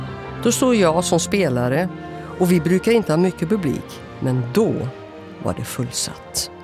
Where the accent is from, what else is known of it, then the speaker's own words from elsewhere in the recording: Sweden; Jag är ju svensk